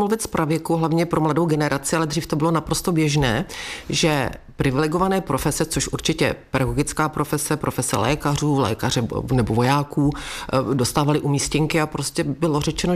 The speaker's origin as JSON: {"language": "Czech", "town": "Ledenice", "region": "South Bohemian Region", "country": "Czechia", "tie": "born or raised there", "also_born_or_lived": "České Budějovice / Větřní / Prague / Šumava", "moved": "as an adult", "said": "maminka si mě odvezla do Ledenic"}